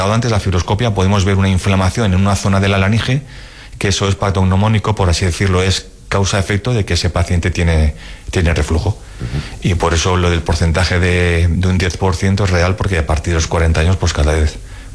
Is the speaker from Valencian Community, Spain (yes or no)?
yes; Alicante, Valencian Community, Spain; moved away; Yo soy de Alicante, trabajo allí muchos años